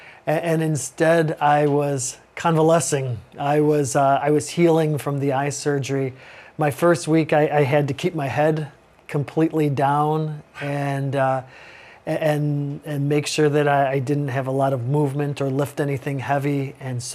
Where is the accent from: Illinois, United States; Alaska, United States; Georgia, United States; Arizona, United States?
Illinois, United States; Chicago; I'm from Chicago